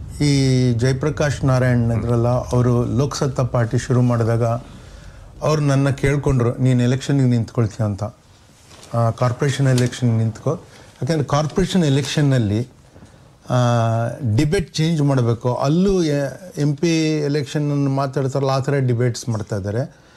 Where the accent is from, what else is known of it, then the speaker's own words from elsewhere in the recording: Bangalore, Karnataka, India; ಹುಟ್ಟು ಬೆಳೆದಿದ್ದಲ್ಲ ಪುಟ್ಟಣ್ಣ ರೋಡಲ್ಲಿ